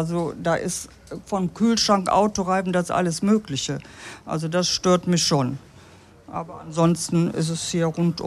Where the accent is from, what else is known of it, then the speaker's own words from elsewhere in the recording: Cologne, North Rhine-Westphalia, Germany; now in Duisburg, Germany; Ja, seit über 50 Jahren. Ich komme gebürtig zwar aus Köln